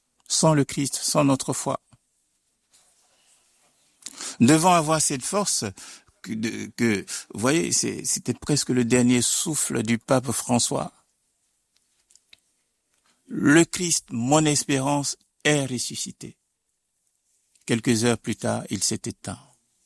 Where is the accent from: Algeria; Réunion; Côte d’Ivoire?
Côte d’Ivoire; moved away as an adult; also born or lived in Switzerland; Alors moi, je suis originaire de la Côte d'Ivoire.